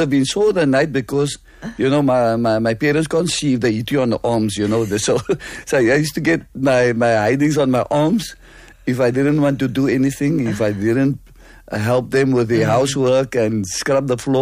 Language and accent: English; Silvertown, Western Cape, South Africa; Okay, I grew up here in Silvertown. I was born opposite Athol Stadium and Clover Crescent, yes.